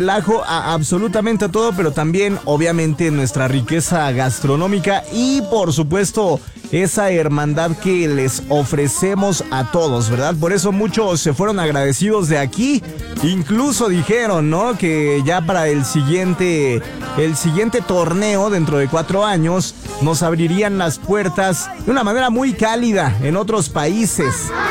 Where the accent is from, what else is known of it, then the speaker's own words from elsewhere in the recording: Mexico; México, así somos los mexicanos, nos ayudamos entre nosotros como hermanos